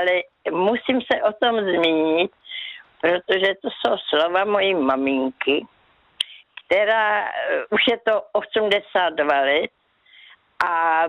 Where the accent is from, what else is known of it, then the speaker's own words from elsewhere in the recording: Brno, South Moravian Region, Czechia; Ne, já jsem byla z Brna